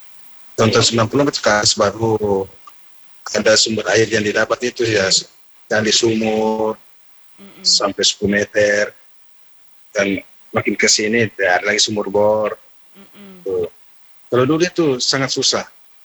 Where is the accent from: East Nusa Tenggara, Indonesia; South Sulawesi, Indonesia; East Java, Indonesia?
South Sulawesi, Indonesia; saya di Bone Utara saya.